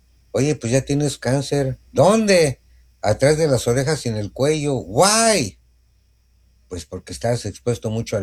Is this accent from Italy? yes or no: no; Mexico